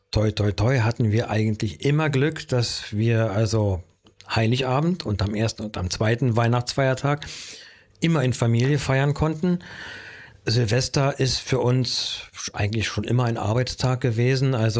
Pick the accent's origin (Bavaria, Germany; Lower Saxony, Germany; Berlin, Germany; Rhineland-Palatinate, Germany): Berlin, Germany; Also als richtiger Berliner ist man damit groß geworden, auch wenn man oft angehalten wurde, bitte Hochdeutsch zu sprechen.